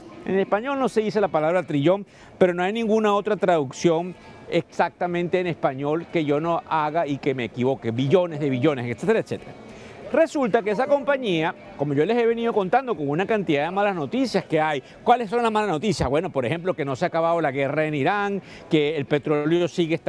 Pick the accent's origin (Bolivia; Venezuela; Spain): Venezuela; now in New York, United States; yo soy el venezolano de negocios televisión, desde el piso de la bolsa de Nueva York